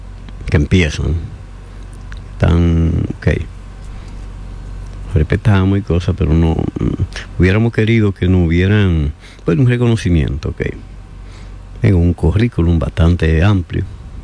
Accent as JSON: {"language": "Spanish", "town": "San Francisco de Macorís", "region": "Duarte", "country": "Dominican Republic", "tie": "born or raised there", "also_born_or_lived": "Santo Domingo / New York", "moved": "as an adult", "said": "primero en mi pueblo natal, San Francisco, Santo Domingo, en Estados Unidos, en Nueva York, después volví a la capital"}